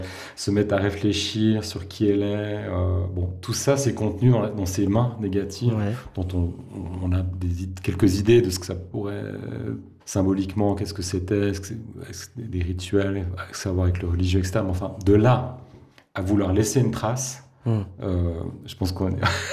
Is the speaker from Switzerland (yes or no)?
yes; Switzerland; Oui, mais on est suisse et on ne pèse rien.